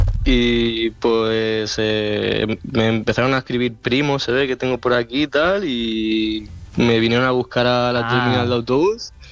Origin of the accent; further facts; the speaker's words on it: Terrassa, Catalonia, Spain; Yo soy de Tarrasa.